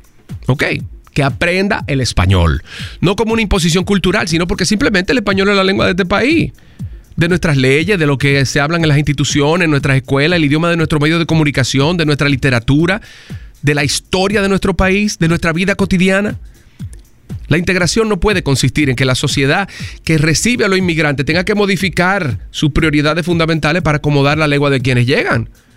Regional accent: Dominican Republic; El español no es simplemente el idioma que nosotros hablamos porque nacimos aquí y es parte de lo que somos.

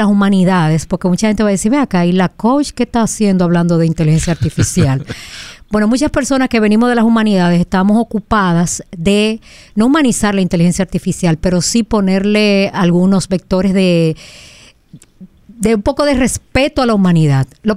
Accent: Dominican Republic

